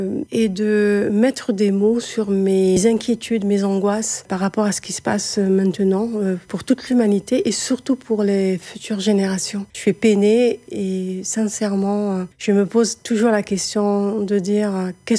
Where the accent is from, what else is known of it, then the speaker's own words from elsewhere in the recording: Algiers, Algiers Province, Algeria; J'ai grandi à Alger, je ne parle pas bien le Kabyle, mais j'adore cette culture